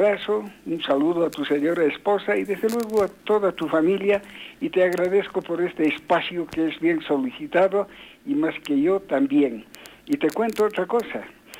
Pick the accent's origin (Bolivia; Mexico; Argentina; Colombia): Bolivia; San Pedro de Buena Vista, Potosí; Yo también soy de San Pedro de Buena Vista, le dije.